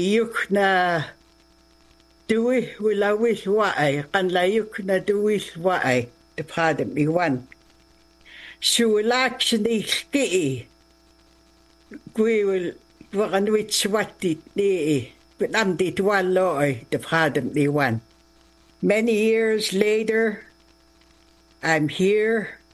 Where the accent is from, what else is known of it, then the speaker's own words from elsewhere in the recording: British Columbia, Canada; moved away as an adult; now in Gitsegukla, Canada; My home origin, where I was raised, was Gitmax Reserve. I married into Gitsigukla Reserve, which is where I'm at now.